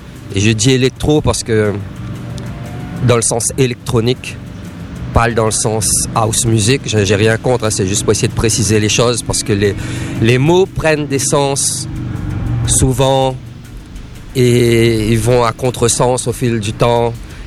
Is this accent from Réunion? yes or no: yes; Réunion; moi je viens de La Réunion, c'est très important de le dire. C'est-à-dire que j'ai grandi là-bas et j'ai un certain âge qui fait que j'ai connu le monde avant la musique, avant Internet.